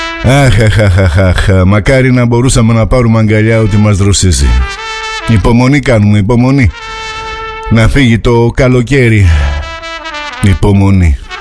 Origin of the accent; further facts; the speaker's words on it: Greece; Έτσι είμαστε εμείς οι Έλληνες.